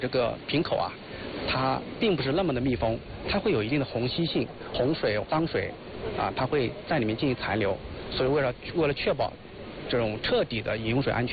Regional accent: Guangxi, China; 包括我们广西这边最喜欢吃的鱼生呐

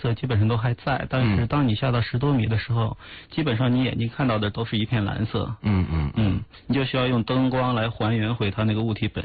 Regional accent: Hainan, China; 我来自海南，然后从小是在海边长大的

